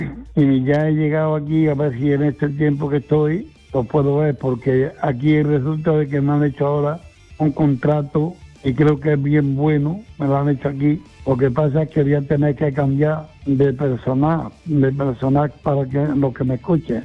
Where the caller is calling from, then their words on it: Padul, Andalusia, Spain; de Padul.